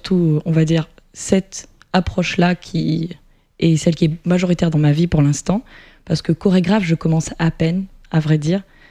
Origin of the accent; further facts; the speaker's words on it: Auvergne-Rhône-Alpes, France; je viens d'Ardèche, j'ai 26 ans